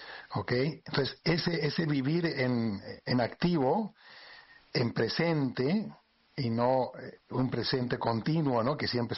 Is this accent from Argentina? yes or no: no; Spain; now in Mérida, Mexico; Yo soy español, aunque vivo aquí en México.